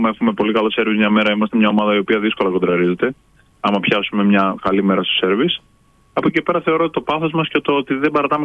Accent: Greece; ως Έλληνες το πάθος μας είναι αυτό που μας ξεχωρίζει.

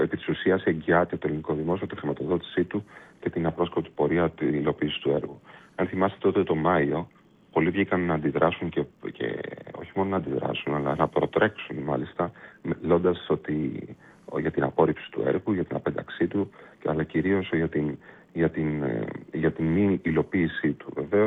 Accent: Greece

